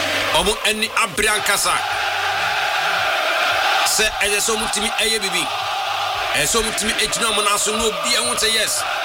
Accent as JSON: {"language": "English", "town": "East Legon", "region": "Greater Accra", "country": "Ghana", "said": "from East Legon."}